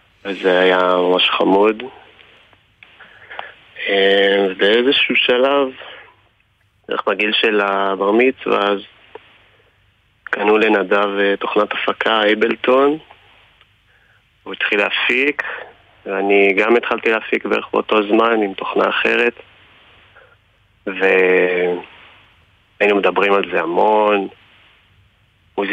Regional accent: Har Halutz, Northern District, Israel; גדלנו באותו יישוב

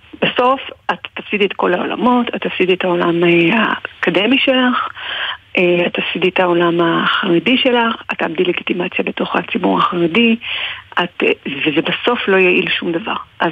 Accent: Jerusalem, Jerusalem District, Israel; בסורוצקין, אני קורא לזה, ויש שכונה חרדית באזור הזה, אתה יודע איפה זה היה מדה? כאילו כל האזור שם, אז שם.

